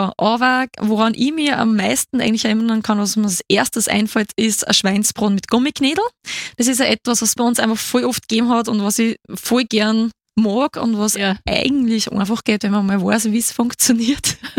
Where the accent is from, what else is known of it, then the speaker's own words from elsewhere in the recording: Waldhausen im Strudengau, Upper Austria, Austria; Genau, also ich komme aus dem Mühlviertel, Waldhausen im Strudengau, wunderschönes Fleckchen. Waldhausen im Strudengau, das ist in der Nähe von Krain an der Donau